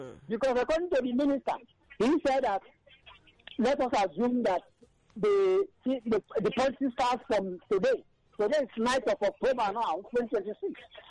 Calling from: Abaranje, Ikotun, Lagos, Nigeria; I'm calling from Abanaje in Ekotu.

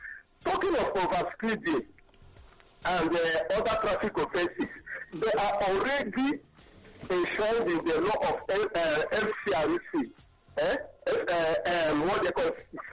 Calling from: Canada; I'm calling from Canada.

